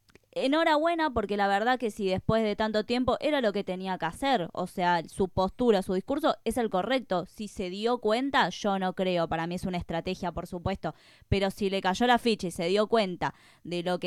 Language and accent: Spanish; Argentina